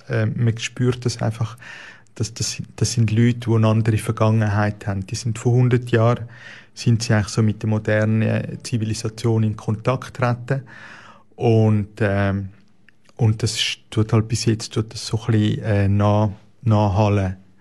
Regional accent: Switzerland; wo eigentlich wie bei uns in der Schweiz nicht gross unterscheidet, wo sehr ähnlich ist

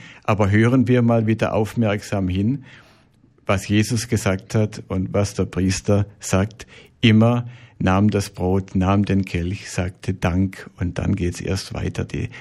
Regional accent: Swabia, Germany; Ich bin ja Schwabe und das weiß man wahrscheinlich auch in der Schweiz, dass die Schwaben dafür bekannt sind

